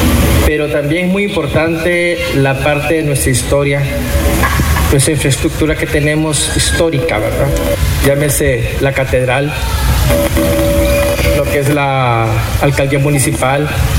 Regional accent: Tegucigalpa, Francisco Morazán, Honduras; moved away as an adult; now in Juticalpa, Honduras; Yo no soy juticalpense, soy capitalino. Sin embargo, tengo ya 10 años de vivir acá

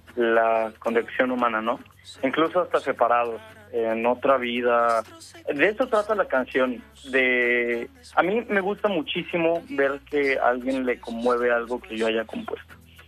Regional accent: Ciudad del Carmen, Campeche, Mexico; Ciudad del Carmen, que es mi tierra natal

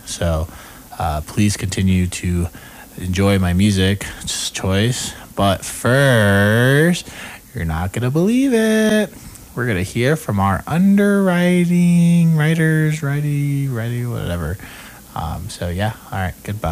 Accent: Florida, United States; moved away; I'm from Florida, so hurricanes were a pretty big deal for me.

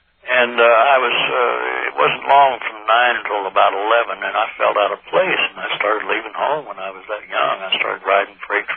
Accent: California, United States; I'm from California, and just happened to be in Tennessee tonight.

